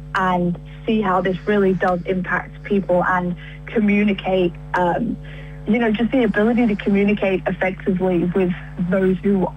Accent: United Kingdom; also born or lived in Tunisia; I'm British and I'm Tunisian, which is in North Africa.

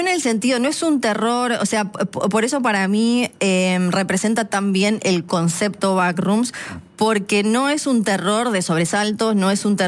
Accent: Tierra del Fuego, Argentina; yo soy de Tierra del Fuego

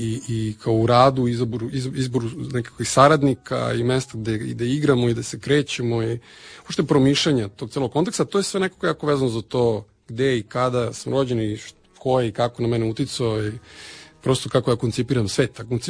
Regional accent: Novi Sad, Vojvodina, Serbia; born there; iako jesam rođen u Srbiji, neko koji pripadam, kao i sam rođen u Novom Sadu zapravo

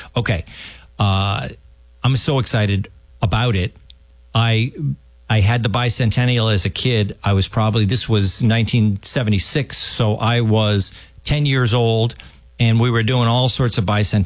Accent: Massachusetts, United States; We're very steeped in the you know, the history of the revolution growing up in Massachusetts.

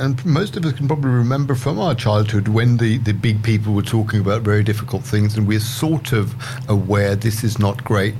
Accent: United Kingdom; also born or lived in United States; now in Australia; me being British and you being Australian, we doing the show in Australia

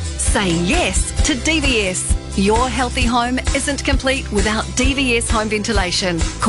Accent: Perth, Western Australia, Australia; And I'm from Perth, Western Australia.

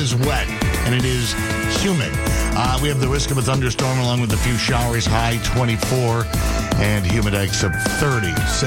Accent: Hamilton, Ontario, Canada; we're from Hamilton here

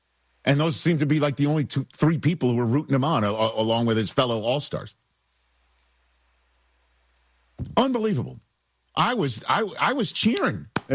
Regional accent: New York City, New York, United States; I'm from New York City. That's just up, you know, the Acela. That's just up the turnpike.

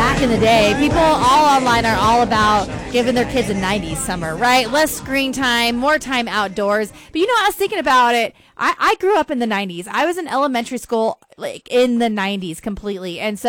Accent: Phoenix, Arizona, United States; And I grew up in Phoenix, like 110 degree weather.

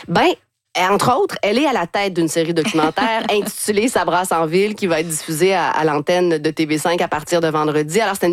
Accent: Quebec City, Quebec, Canada; now in Montreal, Canada; la ville de Québec, ma ville natale.

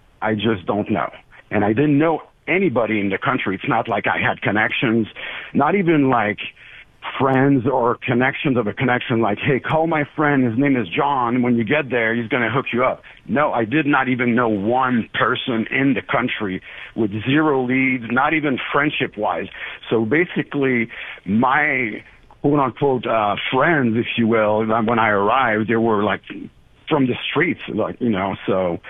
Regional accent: Quebec City, Quebec, Canada; English is a second language; Yeah, so I grew up in Quebec City, which in a city called Charlebourg. So that's another challenge that I had, which was I didn't speak English that well.

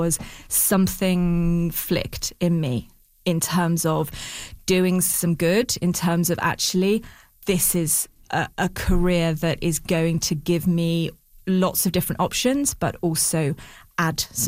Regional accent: United Kingdom; because I'm so British and so awkward

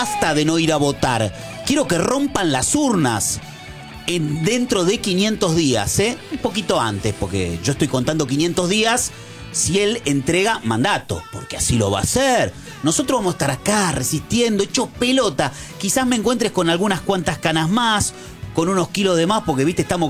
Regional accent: Argentina; nosotros los argentinos, ¿por qué él no nos llama argentino?

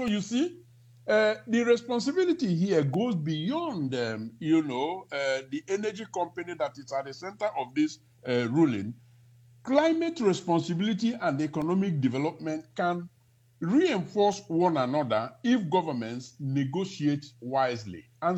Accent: Niger Delta, Nigeria; I grew up in Nigeria's Niger Delta

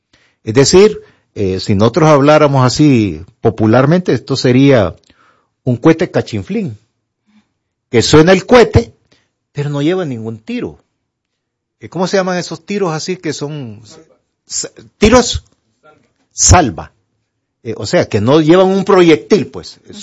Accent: Honduras; la tormenta que pasamos nosotros como hondureños.

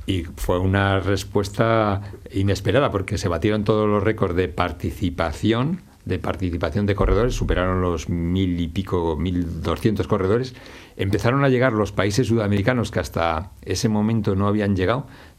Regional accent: Cantabria, Spain; los tres de Cantabria.

